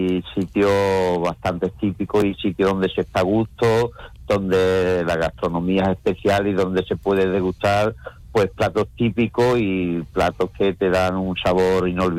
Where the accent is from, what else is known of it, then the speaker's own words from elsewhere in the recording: Aroche, Andalusia, Spain; una leyenda muy bonita que conocemos todos los arochenos desde niños.